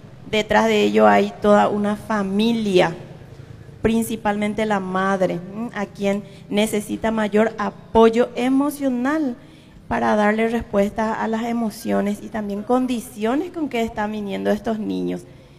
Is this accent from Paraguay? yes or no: yes; Caaguazú, Paraguay; yo estoy muy orgullosa de la ciudad de Caaguazú. Yo soy parte de Caaguazú, nací, vivo aquí